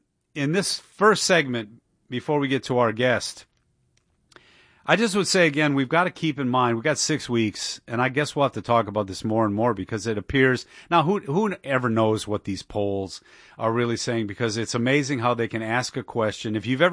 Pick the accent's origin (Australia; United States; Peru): United States; Dearborn, Michigan; my hometown of Dearborn